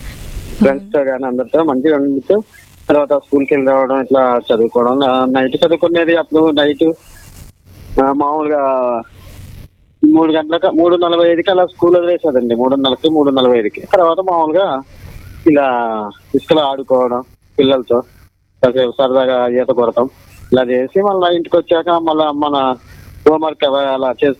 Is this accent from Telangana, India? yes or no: yes; Telangana, India; మాకు భద్రాచలం దగ్గర అండి, మాది గోదావరి, మాకు పక్కనే అంటే అప్పుడు పక్కనే ఉండేది, ఇప్పుడు కొద్దిగా దూరం అయిందిగా ఉంది. గోదావరి ఇంకా ఇల్లు పడుతుంది అని మేము పైకి వచ్చేసాము. అప్పుడు గోదావరి పక్కనే ఉండేది అన్నమాట.